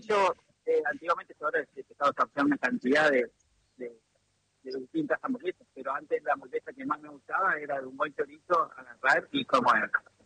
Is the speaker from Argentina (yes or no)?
yes; Viale, Entre Ríos, Argentina; born there; yo tengo acá a 50 kilómetros, tengo donde nací en Viales